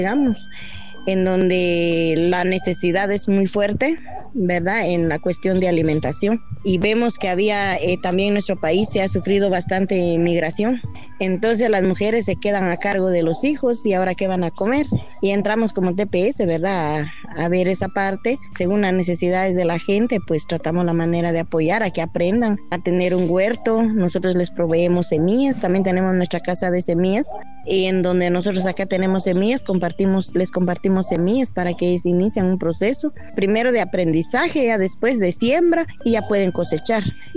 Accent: Kaqchikel Maya area, Guatemala; soy Maya Cachiquel.

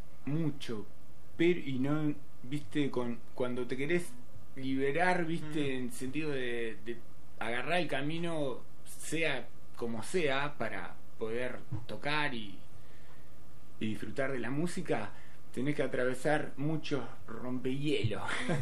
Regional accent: La Plata, Buenos Aires Province, Argentina; also born or lived in Merlo; yo nací acá en La Plata.

